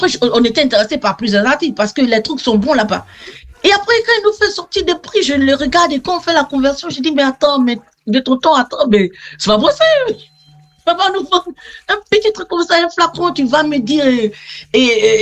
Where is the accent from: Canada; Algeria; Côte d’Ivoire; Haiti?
Côte d’Ivoire; vous venez d'où? Après, on dit de la Côte d'Ivoire